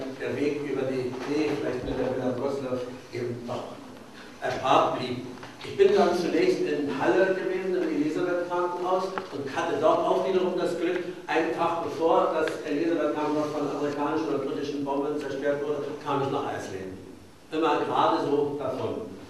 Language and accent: German; Königsberg, Kaliningrad Oblast, Russia; born or raised there; now in Germany